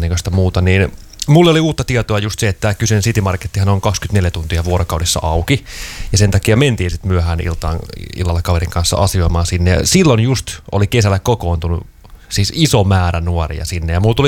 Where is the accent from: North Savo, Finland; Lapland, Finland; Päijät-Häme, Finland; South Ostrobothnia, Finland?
Päijät-Häme, Finland; Lahti; moved away; mä oon alun perin Lahdesta kotosin, mutta sieltä pois muuttanut.